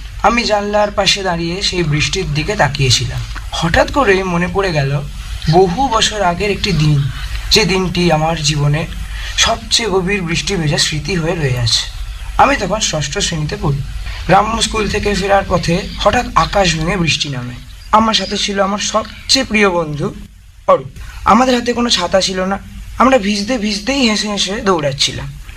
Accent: Bagnan, West Bengal, India; Sir, আমি Ramakrishna mission পুরুলিয়ার ছাত্র এবং আমি হাওড়া জেলার বাগনান থেকে এসেছি।

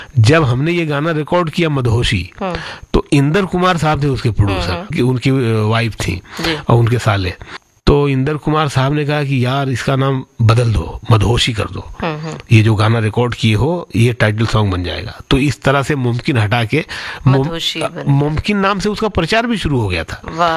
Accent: Surat, Gujarat, India; now in Mumbai, India; तो मैं सूरत से मुंबई आ गया 2001 फरवरी में

